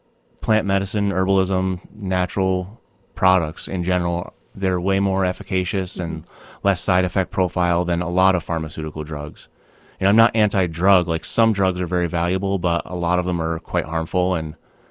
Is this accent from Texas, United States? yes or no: no; Castleton, Vermont, United States; Castleton State College before it was the university. Mm-hmm. And that's my hometown